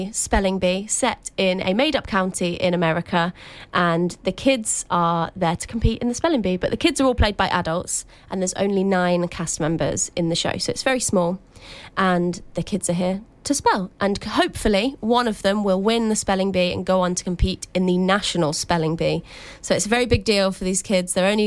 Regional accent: St Neots, East of England, United Kingdom; I am from St. Neots

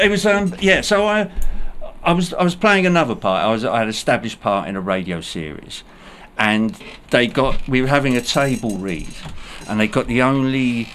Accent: London, United Kingdom; But I can't get on EastEnders, and I'm from the East End.

